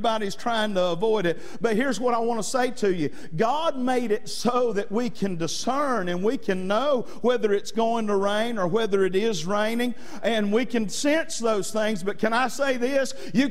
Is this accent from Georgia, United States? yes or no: yes; Georgia, United States; I grew up in North Georgia